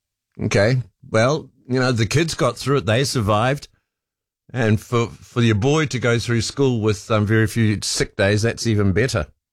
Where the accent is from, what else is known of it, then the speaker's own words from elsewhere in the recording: Waikato, New Zealand; growing up in the South Waikato.